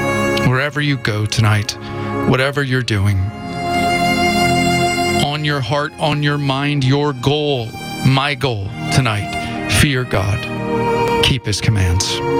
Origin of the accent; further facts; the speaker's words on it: Washington, United States; moved away; went back to my hometown, an hour outside of Seattle